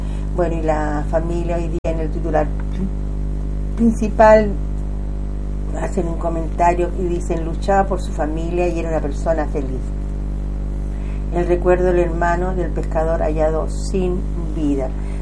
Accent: Chile; este 18 y 19 de septiembre, que es una de las fiestas más importantes como chileno.

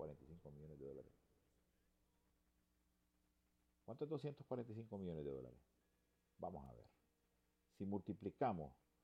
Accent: Honduras; nosotros debemos de exigir como pueblo hondureño que sean transparentes

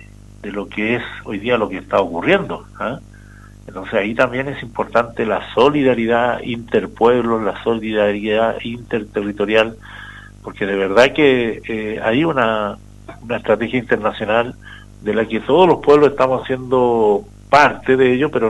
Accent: Arica y Parinacota, Chile; en nuestra región de Arica Parinacota, porque nosotros somos una región, como se llama, multicultural, ¿eh? Y también, sobre todo, una región andina, una región que tiene un sello, una esencia, una ancestralidad marcada por nuestra cultura de chinchorro

